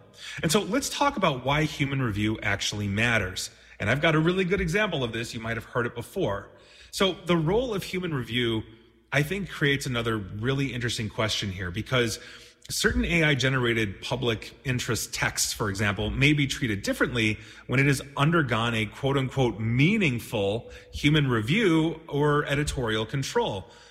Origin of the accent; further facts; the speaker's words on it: Canada; and for the record, I am Canadian-American, so I have vested interest in this.